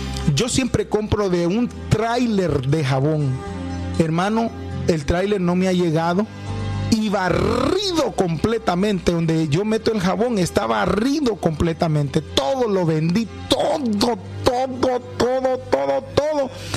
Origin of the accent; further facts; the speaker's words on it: Honduras; Mire, allá en mi país, Honduras, hay un hombre